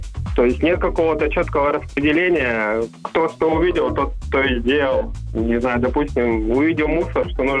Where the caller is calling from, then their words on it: Chelyabinsk, Chelyabinsk Oblast, Russia; Я из Челябинска.